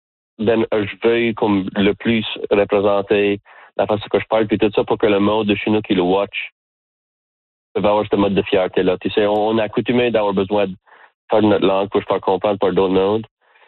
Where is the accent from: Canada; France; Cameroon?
Canada; accent: accent of la Baie (Acadian); je te parle puis je m'attrape à quasiment changer mon accent. Normalement, quand je parle avec du monde qui vient pas de la baie, j'ai tendance à aplatir mon accent.